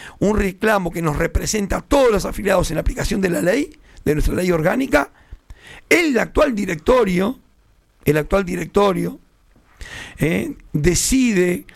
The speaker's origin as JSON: {"language": "Spanish", "country": "Uruguay", "said": "como decimos los uruguayos"}